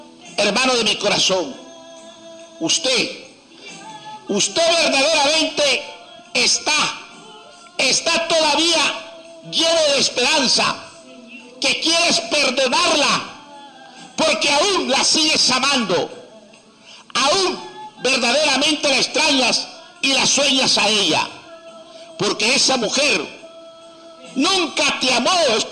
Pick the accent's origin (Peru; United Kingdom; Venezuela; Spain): Peru; Piura; tengo 32 años, soy natural de Piura.